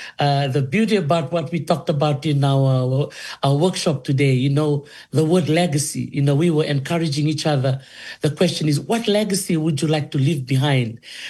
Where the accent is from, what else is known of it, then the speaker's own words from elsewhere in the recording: Naitasiri Province, Central Division, Fiji; also born or lived in Kadavu; my life growing up as a young girl in Dholisuva village in the province of Netasiri. That's where I was raised. Even though I'm originally from Kandavu